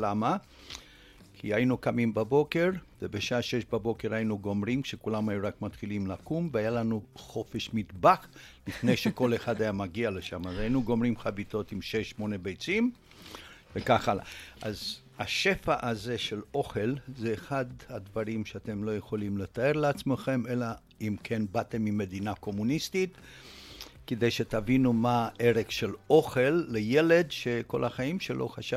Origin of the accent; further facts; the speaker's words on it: Hadassim, Central District, Israel; Hebrew is a second language; גדלתי בהדסים ליד נתניה, זה היה בית ספר חקלאי עם פנימיה של עליית הנוער, ושם למדתי בפעם הראשונה בחיים שלי עברית